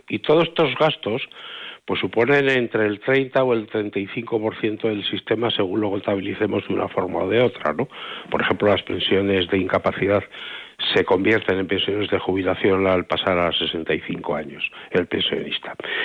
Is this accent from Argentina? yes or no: no; Burgos, Castile and León, Spain; Yo soy de Burgos